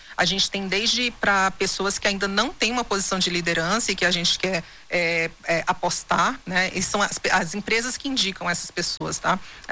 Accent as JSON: {"language": "Portuguese", "region": "Ceará", "country": "Brazil", "said": "porque eu fiz Federal do Ceará, né? Eu sou do Ceará."}